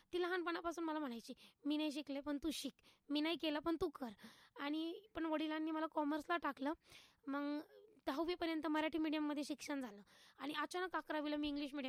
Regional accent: Ahmednagar, Maharashtra, India; also born or lived in Malegaon; मी मूळची अहिल्यानगरचीच आहे, माझं बालपण इथलंच आहे. माझा जन्म हा मालेगावमध्ये झाला, पण वडील प्रॉपरचे इथलेच असल्यामुळं अहिल्यानगरमध्येच माझं बालपण लहानची मोठी मी इथेच झाली आहे.

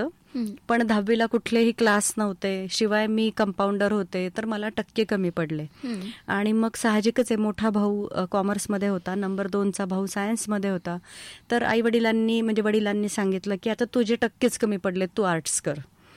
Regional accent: Nashik, Maharashtra, India; सगळं नाशिकला मातोश्री रामप्यारी सारडा कन्या विद्या मंदिर आहे तिथं झालं शिक्षण.

